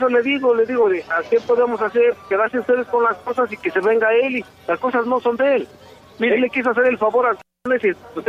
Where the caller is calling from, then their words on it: Pachuca, Hidalgo, Mexico; Sí, somos de Pachuca.